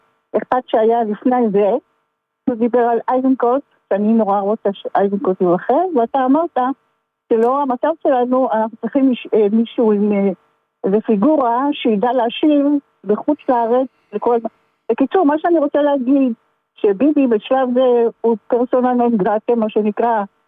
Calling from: Petah Tikva, Central District, Israel; אני... מפתח תקווה.

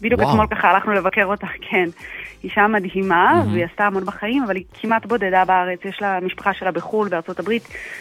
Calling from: Jerusalem, Jerusalem District, Israel; אני מירושלים, אני ככה תוך כדי עבודה, תוך כדי בדיקות

